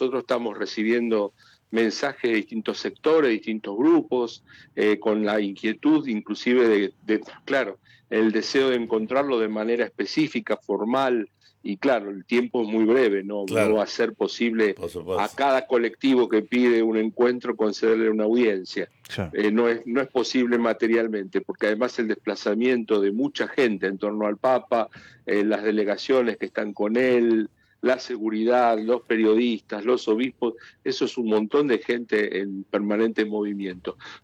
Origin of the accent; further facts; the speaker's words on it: Argentina; nuestra vida como argentinos